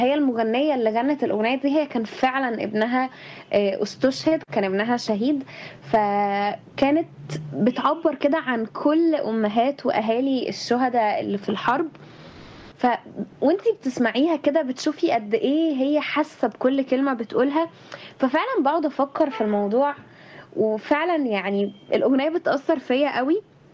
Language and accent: Arabic; Egypt; لينا كلنا كمصريين